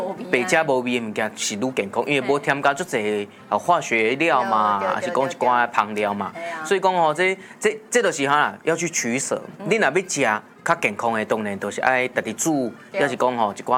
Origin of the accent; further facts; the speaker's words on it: Japan; Chinese is a second language; 那边越南，我是日本人。所以今天要搞大家日本料理。